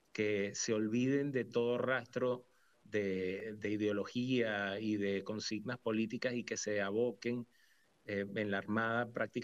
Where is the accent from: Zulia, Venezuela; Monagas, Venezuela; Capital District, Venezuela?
Capital District, Venezuela; Caracas; moved away; yo como hijo de gallego, soy de ahí, de La Candelaria